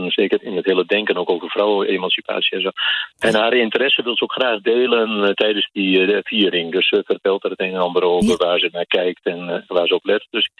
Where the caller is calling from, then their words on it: Oosterhuizen, Gelderland, Netherlands; Ik zit in Oosterhuizen